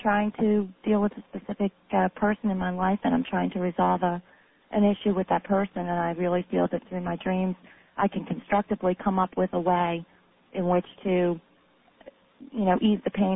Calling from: Charlotte, North Carolina, United States; Charlotte, North Carolina.

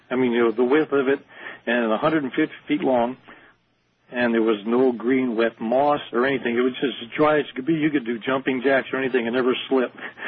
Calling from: Kailua, Hawaii, United States; Yeah, this is … I'm calling from Kailua, Hawaii.

